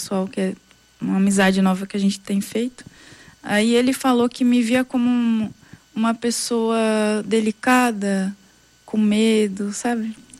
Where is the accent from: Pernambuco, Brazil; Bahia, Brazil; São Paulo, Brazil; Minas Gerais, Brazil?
Minas Gerais, Brazil; E sou mineira, cabreira, né? Tô sempre meio desconfiada, assim.